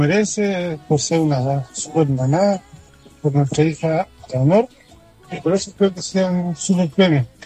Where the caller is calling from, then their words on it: Temuco, Araucanía, Chile; soy de Temuco